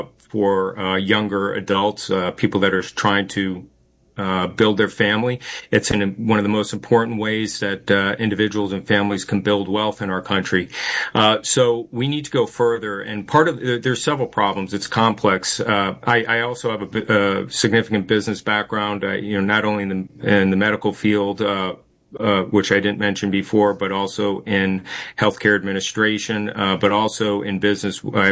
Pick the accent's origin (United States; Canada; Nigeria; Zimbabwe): United States; New England; now in Delaware, United States; I grew up in New England in the 1960s and 70s.